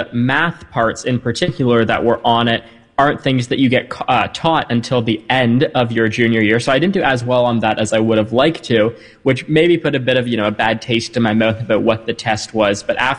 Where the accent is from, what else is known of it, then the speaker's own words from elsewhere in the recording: Canada; And that was interesting just because I'm from Canada, who doesn't know me, I'm from